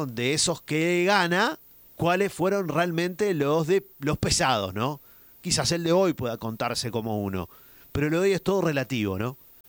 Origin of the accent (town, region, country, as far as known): Uruguay